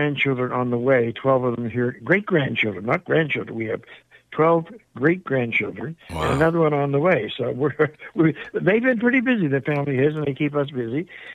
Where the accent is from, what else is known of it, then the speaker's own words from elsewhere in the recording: Oyster Pond, Newfoundland and Labrador, Canada; moved away as an adult; now in Alberta, Canada; I am from Oyster Pond, Frank, yep, and was in the country scene back home for a good long time.